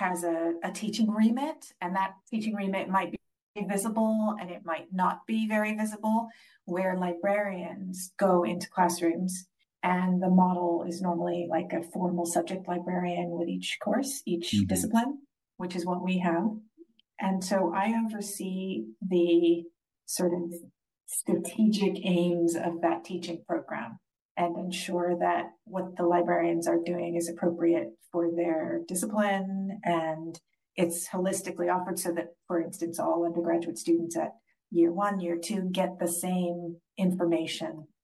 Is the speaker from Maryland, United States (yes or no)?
no; California, United States; moved away as an adult; now in England; I've worked in the US. I'm from California. And I've been working in England for about 11 years now. I've lived here. It's my home. It's my permanent home.